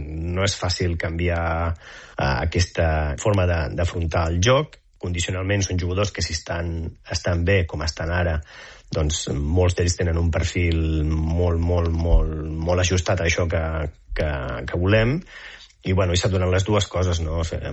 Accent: Catalonia, Spain; now in United States; Doncs sí, som bastants catalans aquí

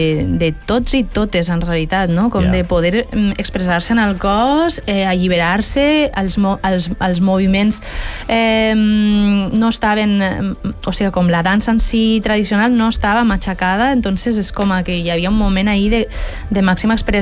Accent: Valencian Community, Spain

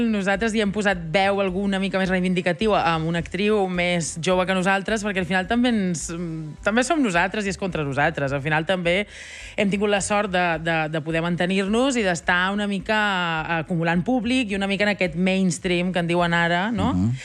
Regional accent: Balearic Islands, Spain; Soc de Mallorca, sí.

